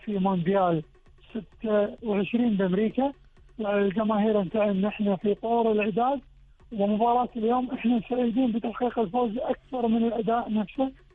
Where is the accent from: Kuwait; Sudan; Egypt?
Kuwait